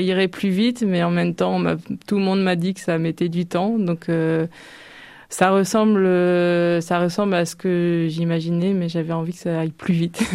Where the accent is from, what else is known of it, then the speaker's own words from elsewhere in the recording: Normandy, France; also born or lived in Lyon / Tours; Je viens de la Manche, de la Hague même, et j'ai dû partir comme beaucoup de jeunes de mes études, pour les études de la Manche.